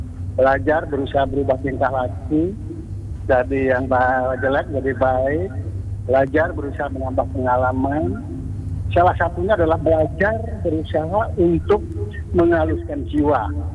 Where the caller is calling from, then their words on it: Buleleng, Bali, Indonesia; kita sebagai orang Buleleng